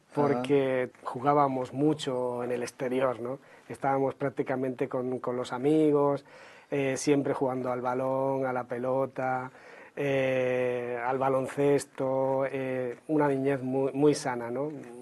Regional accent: Cabra, Andalusia, Spain; born there; Nací en un pueblo, ciudad del sur de la provincia de Córdoba, llamado Cabra. Ajá. Cabra de Córdoba. Digo que es ciudad porque realmente tiene estatus de ciudad. Más de 20.000 habitantes, no es un pueblito de 500

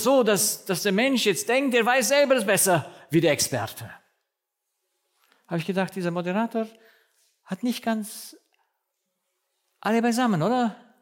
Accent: Romania; moved away as an adult; now in Germany; ich war, also in Rumänien, bis ich 19 Jahre alt war, bis wir nach Deutschland gekommen sind, damals in die Bundesrepublik

